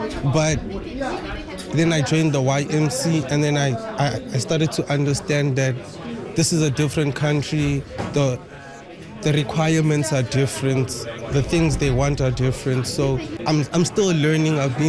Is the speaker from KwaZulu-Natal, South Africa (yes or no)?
no; Johannesburg, Gauteng, South Africa; now in Canada; My country, I'm from South Africa, Johannesburg.